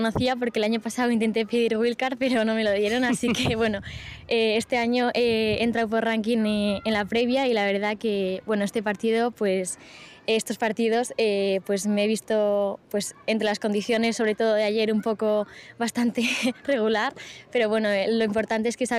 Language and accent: Spanish; Zaragoza, Aragon, Spain; soy de Zaragoza